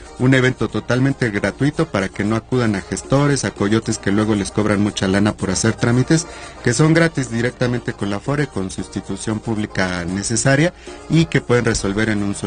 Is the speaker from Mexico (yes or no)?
yes; Mexico